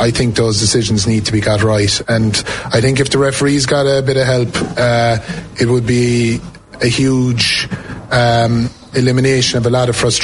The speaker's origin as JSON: {"language": "English", "town": "Lixnaw", "region": "Munster", "country": "Ireland", "said": "I come from Lixnaw. I come from a hurling area."}